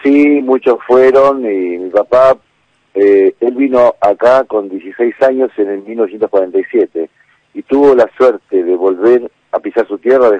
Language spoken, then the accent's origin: Spanish; Avellaneda, Buenos Aires Province, Argentina; born there; nací en el Hospital Fiorito, partido de Avellaneda.